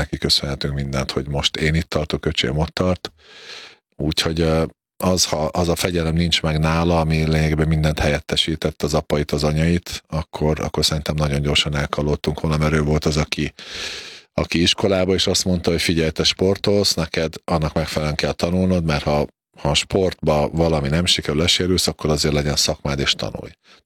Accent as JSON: {"language": "Hungarian", "country": "Slovakia", "said": "felvidéken, szlovák ajkúak között kellett élni, edzeni, és így kellett bekerülni a szlovák válogatottba is magyarként, ami nem volt egy ideális helyzet, valljuk be."}